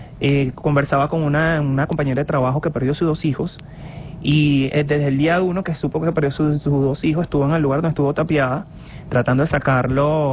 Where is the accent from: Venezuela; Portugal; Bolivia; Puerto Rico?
Venezuela; La Guaira; yo soy de La Guaira, soy el corresponsal de La Guaira Radio Nacional